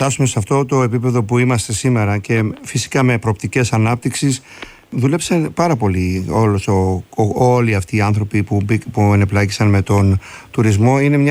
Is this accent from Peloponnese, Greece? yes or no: no; Kasos, South Aegean, Greece; κατάγομαι από νησί, από την Κάσο, από Νότιο Αιγαίο